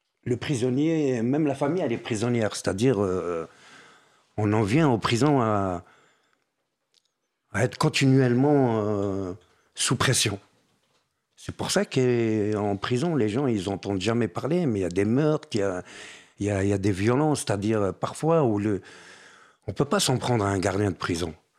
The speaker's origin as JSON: {"language": "French", "town": "Paris", "region": "Île-de-France", "country": "France", "said": "moi en tant que Parisien"}